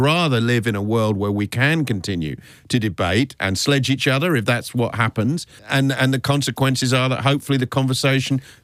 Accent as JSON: {"language": "English", "country": "Australia", "said": "And I think I'm proud, as an Australian, that our government, uniquely in the world, has had the guts to stand up to the tech bros"}